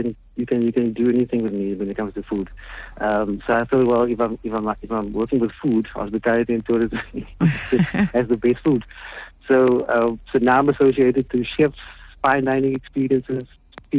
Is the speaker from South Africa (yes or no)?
yes; Cape Town, Western Cape, South Africa; I'm from Athlone, from Thornton Road, I went to Sunnyside Primary. So that is where I grew up. I'm 51 years old, so I understand the dynamics on that area.